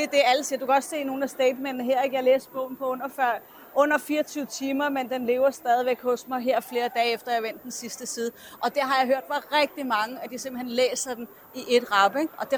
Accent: Copenhagen, Capital Region of Denmark, Denmark; Er fra Vesterbro.

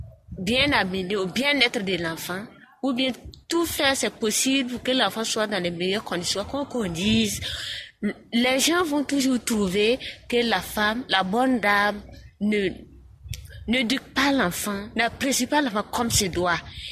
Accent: Burkina Faso; Chez nous au Burkina Faso, surtout en Afrique

